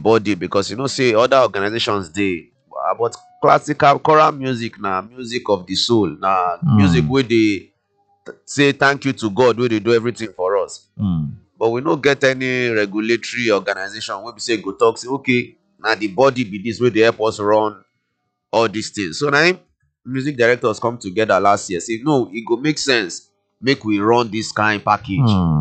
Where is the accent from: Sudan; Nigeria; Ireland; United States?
Nigeria; Imo; also born or lived in Lagos; I come from Imo State.